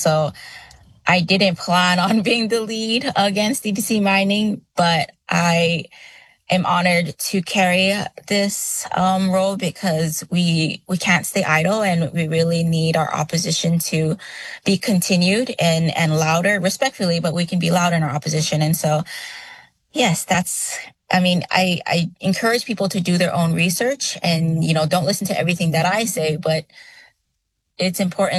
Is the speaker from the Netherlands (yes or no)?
no; Pago Pago, Tutuila, American Samoa; also born or lived in California; I come from Pangopango, American Samoa, specifically on the island of Tutuila. I am a Samoan Filipino born in California, so I'm a U.S. citizen. However, I was raised here for almost all my life, and so American Samoa is definitely my home.